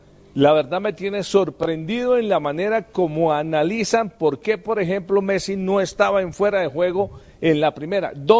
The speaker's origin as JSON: {"language": "Spanish", "country": "Netherlands", "said": "Y soy holandés."}